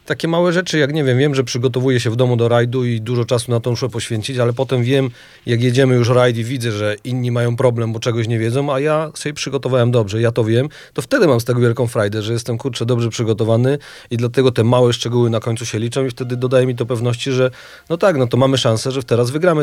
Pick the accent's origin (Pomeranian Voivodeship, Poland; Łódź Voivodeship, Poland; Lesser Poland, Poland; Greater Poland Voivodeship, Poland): Lesser Poland, Poland; Jordanów; U mnie było tak, ja pochodzę z Jordanowa, to jest taka mniejsza miejscowość koło Rabki Zdrój w Małopolsce.